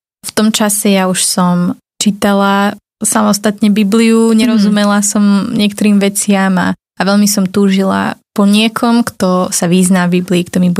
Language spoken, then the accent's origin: Slovak; Bratislava, Bratislava Region, Slovakia; Som pôvodom z Bratislavy